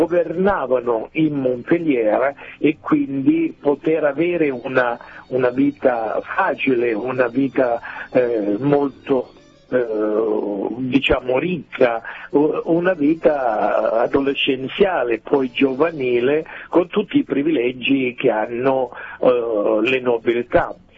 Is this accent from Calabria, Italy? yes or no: yes; Maierato, Calabria, Italy; San Rocco al mio paese, Maierato, è il santo più amato